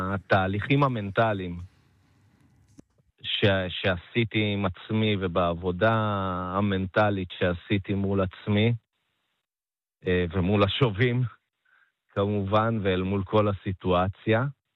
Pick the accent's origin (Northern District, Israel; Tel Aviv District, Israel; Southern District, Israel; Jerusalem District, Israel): Northern District, Israel; Yesod HaMa'ala; לא גדלתי שם, גדלתי בסוד המעלה.